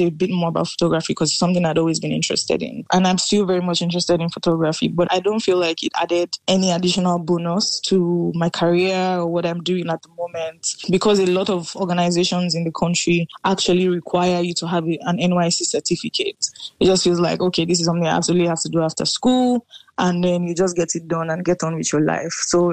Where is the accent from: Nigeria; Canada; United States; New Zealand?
Nigeria; Lagos; I'm from Kwara, Anondo State, but I've lived in Lagos all my life.